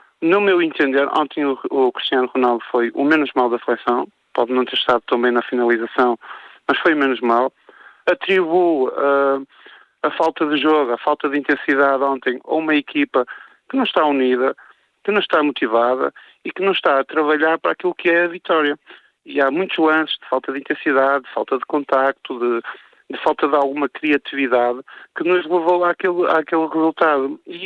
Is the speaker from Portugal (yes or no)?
yes; Portugal